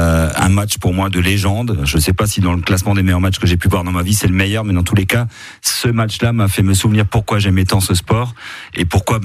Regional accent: France; Moi, je suis français.

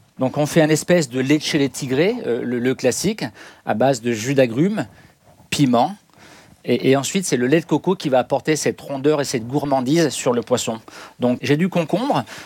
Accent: Auvergne-Rhône-Alpes, France; Je suis originaire d'Auvergne

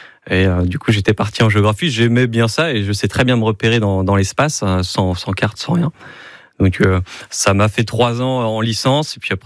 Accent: Laval, Pays de la Loire, France; moved away as an adult; also born or lived in Vendée; j'ai grandi donc à Laval jusqu'à 21 ans, et puis après j'ai fait mes études en Maine-et-Loire.

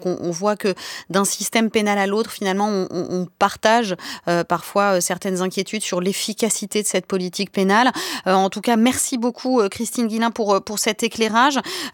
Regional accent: France; nous en tant que Français

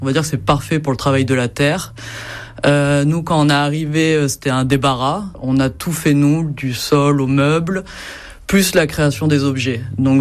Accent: Calvi, Corsica, France; also born or lived in Nice; Oui, alors en fait, j'ai grandi à Calvi. Mes arrière-grands-parents habitaient à Costa. Par la suite, je suis allée vivre à Nice où j'ai rencontré Joris.

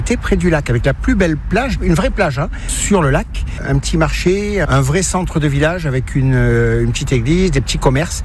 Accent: south of France, France; now in Saint-Jorioz, France; Moi, je suis du Sud, j'adore ma région, mais maintenant, j'aime encore plus la Haute-Savoie et particulièrement Saint-Joriot.

